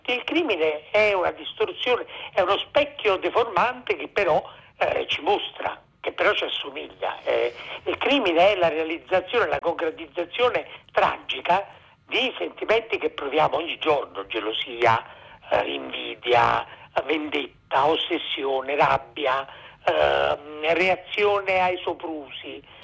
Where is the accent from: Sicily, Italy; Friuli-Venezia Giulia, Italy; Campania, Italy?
Campania, Italy; Naples; napoletano!